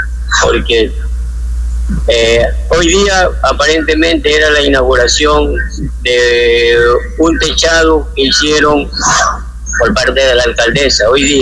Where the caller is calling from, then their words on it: Santa Elena, Ecuador; Yo soy de Bambil Desecho.